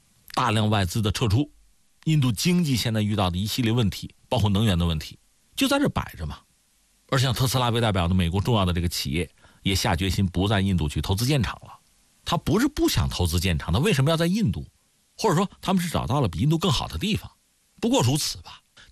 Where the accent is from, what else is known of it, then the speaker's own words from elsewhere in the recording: China; 不是因为咱是中国人啊